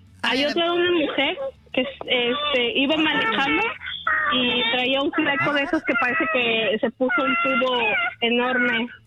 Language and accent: Spanish; Mexico City, Mexico; born or raised there